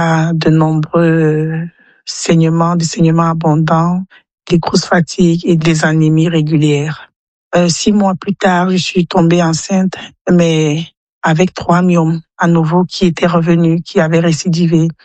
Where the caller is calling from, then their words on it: Yaoundé, Centre, Cameroon; j'ai 45 ans, je vis à Yaoundé au Cameroun.